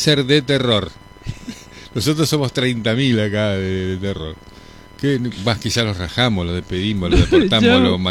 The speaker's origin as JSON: {"language": "Spanish", "country": "Argentina"}